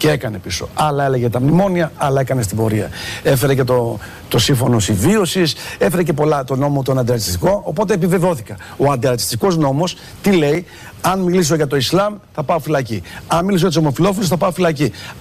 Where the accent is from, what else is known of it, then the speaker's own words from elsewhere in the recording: Greece; Εγώ ούτε δεξιός είμαι ούτε ψευτοαριστερός. Εγώ είμαι Έλληνας πατριώτης.